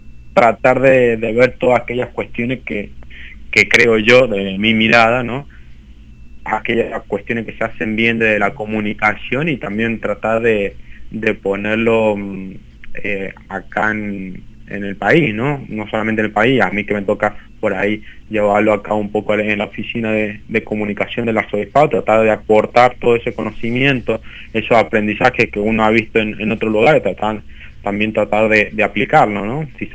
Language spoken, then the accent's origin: Spanish; Argentina; como argentinos creemos que sabemos